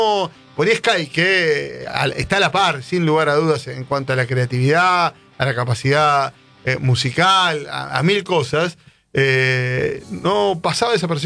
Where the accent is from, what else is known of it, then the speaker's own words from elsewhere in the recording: Ramos Mejía, Buenos Aires Province, Argentina; Bueno, y después yo me crié en Ramos, vos sos de ahí cerca.